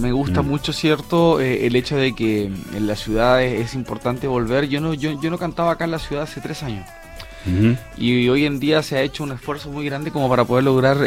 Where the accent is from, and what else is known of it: Osorno, Los Lagos, Chile